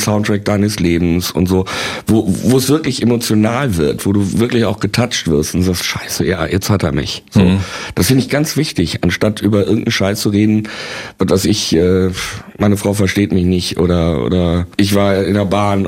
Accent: Bielefeld, North Rhine-Westphalia, Germany; Ich bin ja Bielefelder und da kennt, wenn du natürlich Lokalmatador bist, die kannten mich auch alle schon vor Star Search, ja.

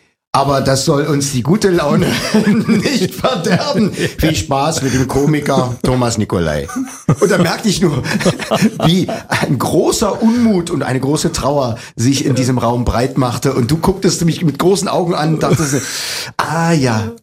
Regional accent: Leipzig, Saxony, Germany; born there; accent: Saxon; Ich bin gebürtiger Leipziger und ich habe da auch Geld rausgemacht.

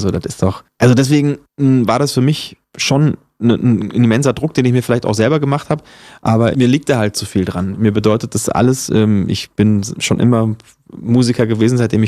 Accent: Norderstedt, Schleswig-Holstein, Germany

